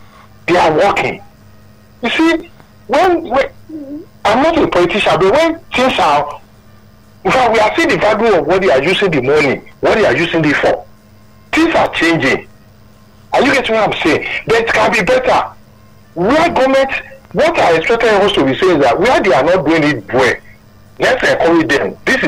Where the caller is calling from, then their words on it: Lagos, Nigeria; I'm calling from Ogba.